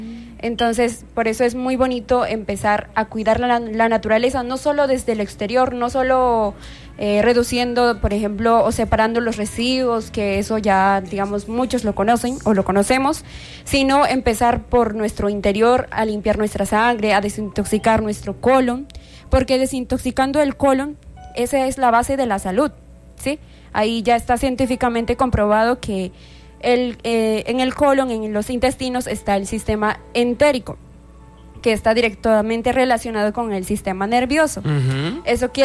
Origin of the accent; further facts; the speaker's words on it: Peru; moved away; Yo por eso como peruana conocí de esta fundación en mi país